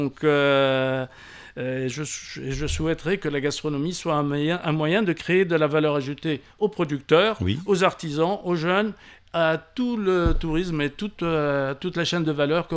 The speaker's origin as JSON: {"language": "French", "country": "Tunisia", "said": "C'est pas parce qu'on est tunisien, mais elle est..."}